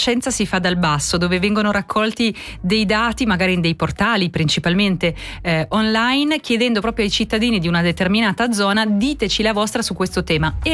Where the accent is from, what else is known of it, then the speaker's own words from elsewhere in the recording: Switzerland; da noi in Svizzera